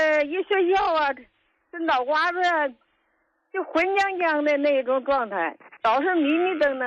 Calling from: Heilongjiang, China; 我是黑龙江的。

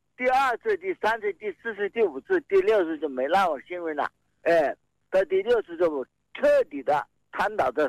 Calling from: Macheng, Hubei, China; 我是麻城市齐秦镇。

